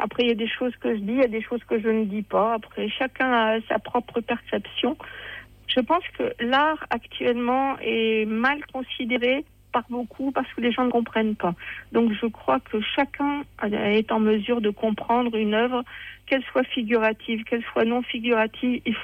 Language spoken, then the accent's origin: French; Seclin, Hauts-de-France, France; born there; c'était pas à Dunkerque, c'était là où je suis née, à Seclin.